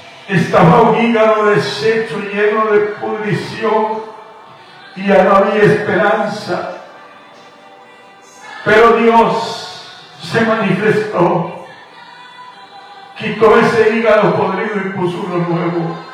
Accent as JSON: {"language": "Spanish", "country": "Guatemala", "tie": "born there", "said": "Mi tierra de donde yo soy nacido, en Guatemala"}